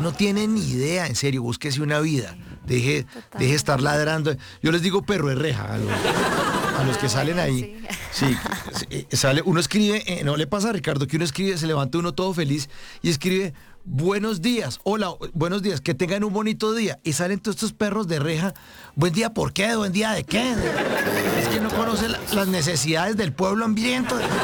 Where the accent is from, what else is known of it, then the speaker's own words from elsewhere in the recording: Bogotá, Colombia; now in Medellín, Colombia; yo soy Rolo